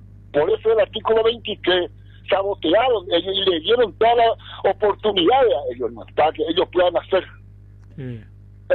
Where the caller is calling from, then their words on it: Paraguay